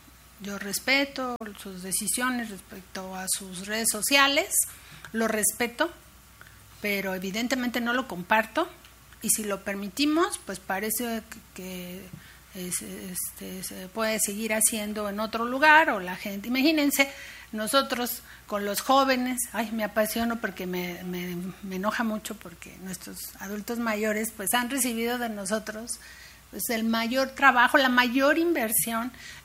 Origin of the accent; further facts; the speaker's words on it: Mexico; una de las mayores enseñanzas de nuestros pueblos originarios hacia nosotros como mexicanos y mexicanas.